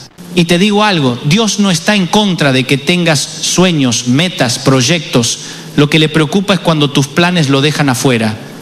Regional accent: Buenos Aires, Argentina; cuando era chico, allá en Buenos Aires

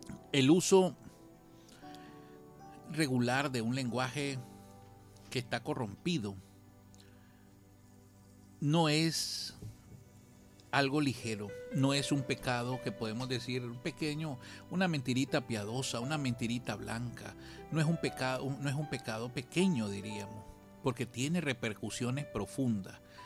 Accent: Nicaragua; nosotros somos como nicaragüenses muy alegres, muy jocosos, muy bulliciosos.

